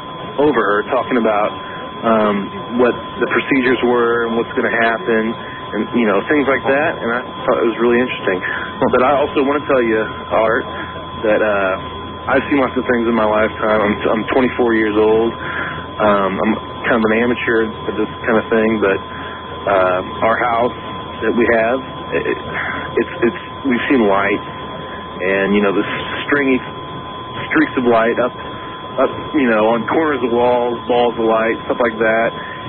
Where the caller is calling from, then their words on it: Columbia, Missouri, United States; I'm calling from Columbia, Missouri.